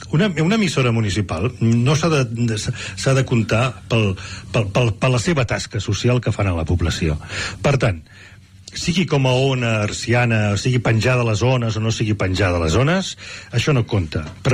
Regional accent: Rubí, Catalonia, Spain; a la meva vila, llavors era vila, a Rubí

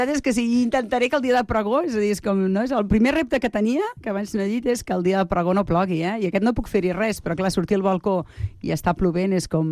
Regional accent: Berga, Catalonia, Spain; now in Sant Cugat, Spain; La idea de que nosaltres som tots dos de Berga i, per tant, tenim aquell lloc sempre allà ficat, no?

